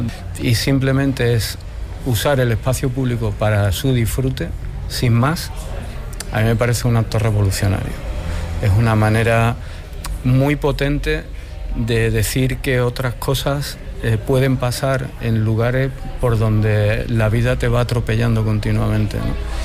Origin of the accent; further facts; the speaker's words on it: Andalusia, Spain; y como andaluces para nosotros es muy importante, ¿no? Lo es en el flamenco, lo es en la poesía andalusí